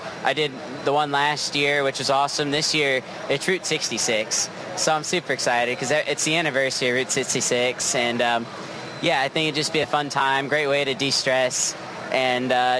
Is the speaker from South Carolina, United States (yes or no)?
no; Woodbury, Connecticut, United States; now in Texas, United States; growing up in Connecticut, there were so many good roads to choose from. I mean, you just take off any side street, especially where I lived in Woodbury.